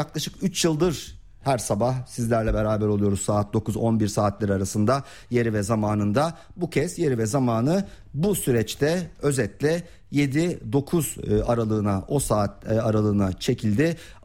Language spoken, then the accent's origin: Turkish; Istanbul, Turkey; ben de hani doğma büyüme Fatihliyim, çok iyi bilirim o bölgeleri de.